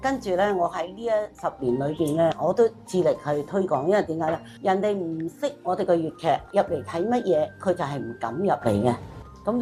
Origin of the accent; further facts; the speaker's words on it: Macau; 我呢就是澳门土生土长的，但是呢就是我是佛山人